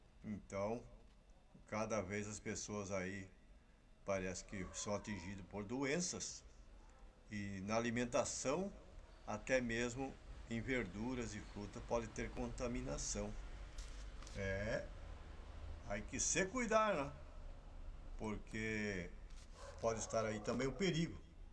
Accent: São Nicolau, Rio Grande do Sul, Brazil; now in Sapiranga, Brazil; lá na cidade onde eu me criei, São Nicolau

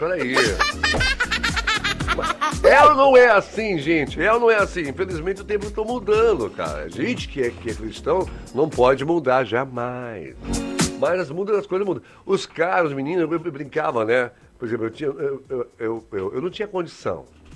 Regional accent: Salvador, Bahia, Brazil; Não, porque eu sou de Salvador.

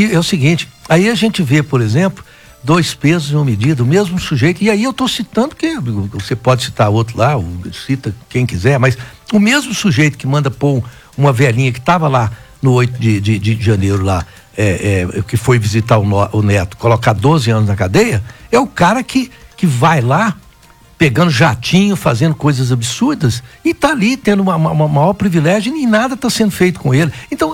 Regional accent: Brazil

